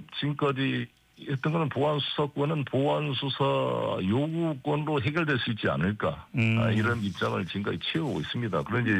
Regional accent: Incheon, South Korea; 아시다시피 제가 인천에서 40년을 살았고, 인천 출신, 인천에서 이제 정치를 시작한 사람인데

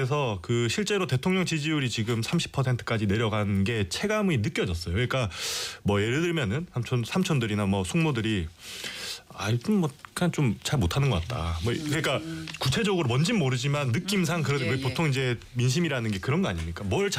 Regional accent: Busan, South Korea; moved away; 제가 이제 고향이 부산이고 제 외갓집이나 친가 다 부산이신데

